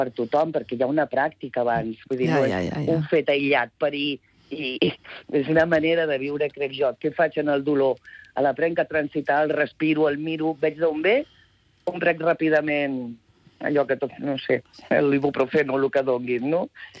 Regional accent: Barcelona, Catalonia, Spain; now in Palma, Spain; Ara mateix a Palma, soc de Barcelona.

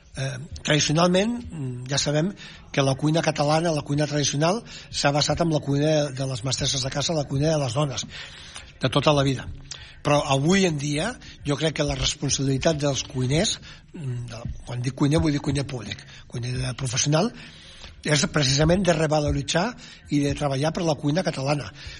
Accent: Catalonia, Spain; som cuiners catalans.

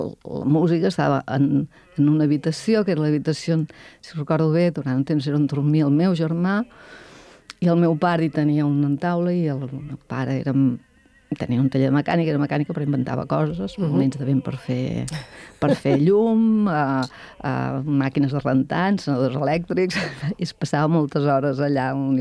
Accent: Sant Guim de Freixenet, Catalonia, Spain; de la mida del meu poble, de Sant Guim, de Freixenet, i jo sé molt bé què vol dir viure en un poble petit

